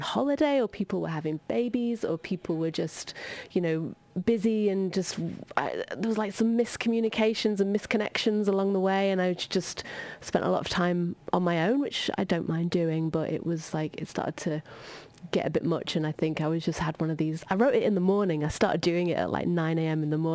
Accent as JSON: {"language": "English", "town": "Doncaster", "region": "Yorkshire and the Humber", "country": "United Kingdom", "said": "We're all from Doncaster."}